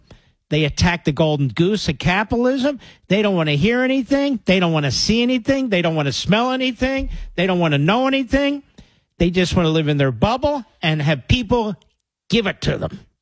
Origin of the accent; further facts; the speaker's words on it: Pennsylvania, United States; Yeah, I'm from Montgomery.